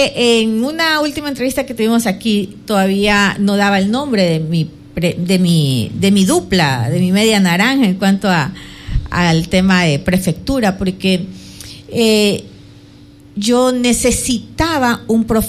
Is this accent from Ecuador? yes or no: yes; Babahoyo, Los Ríos, Ecuador; Yo necesitaba un viceprefecto de Quevedo porque yo soy de la zona sur. Claro. Yo soy de Babahoyo